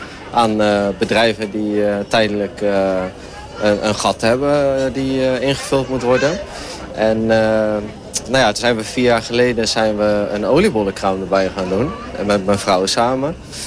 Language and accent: Dutch; Rotterdam, South Holland, Netherlands; Dus ik kom uit Rotterdam, ik woon in Rotterdam.